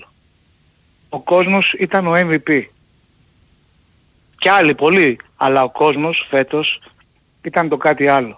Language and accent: Greek; Paiania, Attica, Greece; είμαι από την Παιανία.